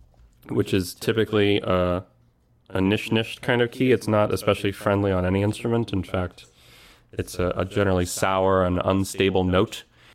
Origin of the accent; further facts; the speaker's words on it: Texas, United States; moved away; growing up in Texas, I didn't get to look at snow that often.